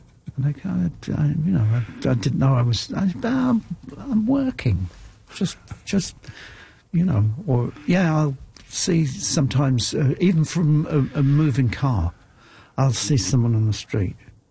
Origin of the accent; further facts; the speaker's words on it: Ireland; And I'm Irish, you know.